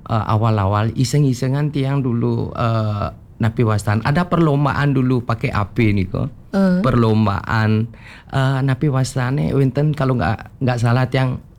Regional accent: Perean, Bali, Indonesia; Sama kita asli Tabanan, tapi tiang agak dajan ke utara Malikidik, tiang tepatnya di Perean tiang.

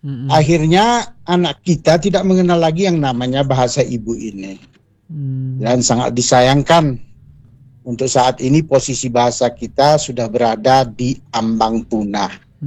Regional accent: Aceh, Indonesia

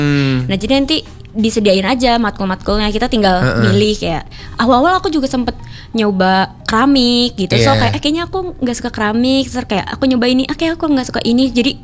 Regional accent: Jakarta, Indonesia; Aku dari Jakarta.

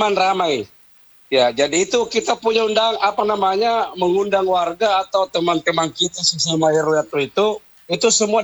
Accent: Makassar, South Sulawesi, Indonesia; Ya, kalau di tempat saya dulu, ya saya kan dari Petaran ya, Beto Cinde sana, Lurah Buakana.

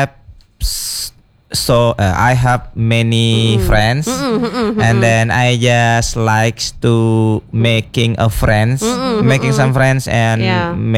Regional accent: Rantau, South Kalimantan, Indonesia; English is a second language; Originally, I'm from Rantau.

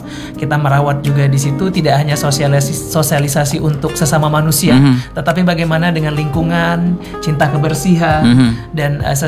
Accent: Mariana, South Sumatra, Indonesia; born there; now in Palembang, Indonesia; Di Banyuasin di Mariana, itu tempat kelahiran saya sebetulnya.

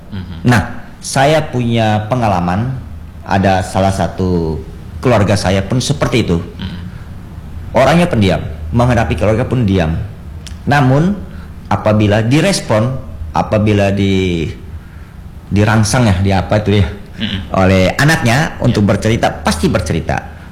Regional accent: North Maluku, Indonesia; Saya berasal dari Maluku Utara, hidup di kampung, orang tua nelayan, ibu seorang petani.

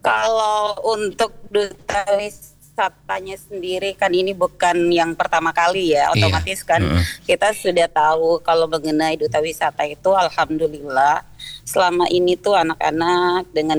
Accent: Pasangkayu, West Sulawesi, Indonesia; daerah saya sendiri Pasangkayu

